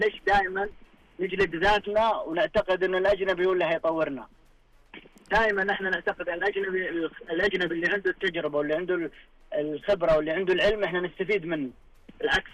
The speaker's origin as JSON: {"language": "Arabic", "country": "Saudi Arabia", "said": "وأنا مدرب سعودي"}